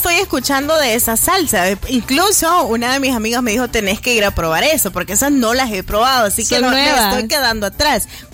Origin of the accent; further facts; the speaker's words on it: El Salvador; una que también como salvadoreños la disfrutamos todos los días.